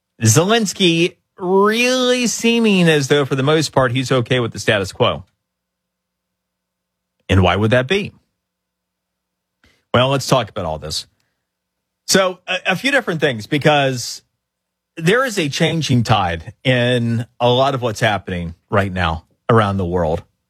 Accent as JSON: {"language": "English", "region": "Florida", "country": "United States", "tie": "born or raised there", "said": "this has been something I literally have been working on in my home state of Florida"}